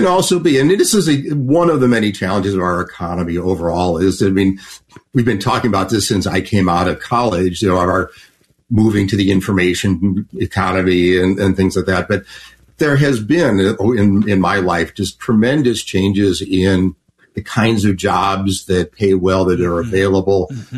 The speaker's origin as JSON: {"language": "English", "town": "Chicago", "region": "Illinois", "country": "United States", "tie": "born or raised there", "moved": "yes", "lives_now": "Lakeville, United States", "said": "I grew up in Chicago and I'm used to the whole L system"}